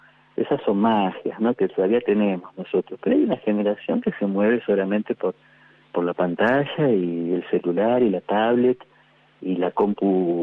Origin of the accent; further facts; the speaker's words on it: San Justo, Buenos Aires Province, Argentina; moved away as an adult; now in San Luis, Argentina; No, yo nací en el conurbano bonaerense, en La Matanza.